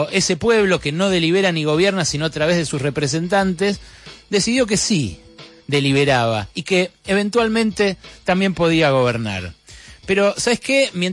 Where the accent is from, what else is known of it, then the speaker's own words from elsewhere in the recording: Argentina; de que esta ley iba en contra de eso que somos los argentinos